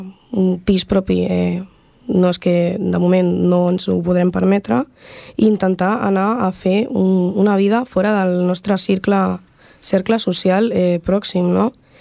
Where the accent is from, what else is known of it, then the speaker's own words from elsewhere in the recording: Catalonia, Spain; sóc d'un poble d'aquí de prop d'Esplugues del costat